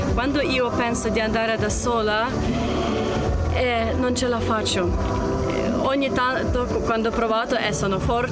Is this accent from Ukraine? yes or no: yes; Ukraine; Italian is a second language; moved away as an adult; now in Italy; E vengo da Ucraina, certamente